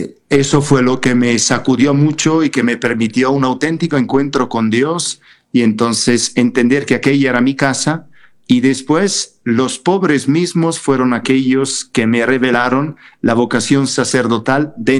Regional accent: Bergamo, Lombardy, Italy; Spanish is a second language; moved away; yo soy italiano, vengo de la provincia de la diócesis de Bérgamo, conocida por ser la diócesis del Papa Juan XXIII, y es una diócesis que históricamente ha sido siempre muy, muy misionera

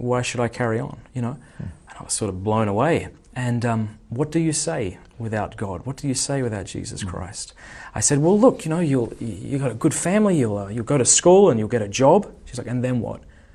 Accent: Port Pirie, South Australia, Australia; South Australia, a little place called Port Pirie, three hours north of Adelaide.

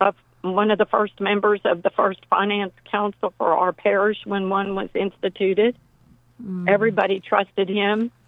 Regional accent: Seely, Texas, United States; I'm actually from Seely, Texas, which is about 20 miles east of Columbus.

